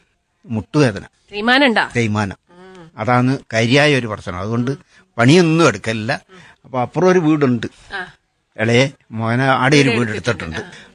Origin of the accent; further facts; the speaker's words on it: Pandalam, Kerala, India; now in Kannur, India; ആടത്തന്നെ പന്തളം പറയും, ഇവിടെ വീടും പന്തള.